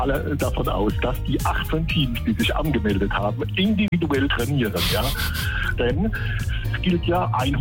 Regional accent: Rhineland-Palatinate, Germany; als Pfälzer

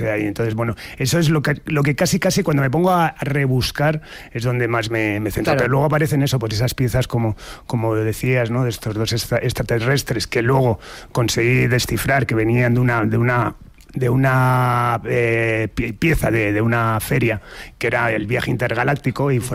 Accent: Madrid, Community of Madrid, Spain; yo vivía, me crié en Alonso Cano 3, en Chamberí

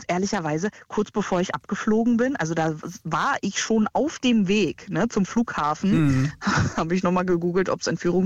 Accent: Potsdam, Brandenburg, Germany; also ich komme ursprünglich aus Potsdam und meine Eltern leben auch noch im Potsdamer Umland und meine Schwester auch.

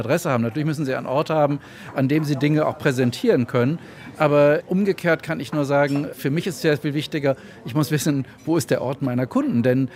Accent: Hamburg, Germany; ich als Hamburger

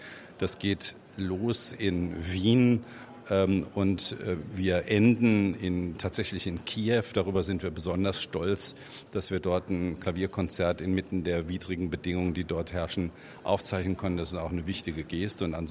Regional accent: Wiesbaden, Hesse, Germany; Als gebürtiger Wiesbadener kann man gar nicht anders. Denn ich bin ja aufgewachsen hier mit dieser Region

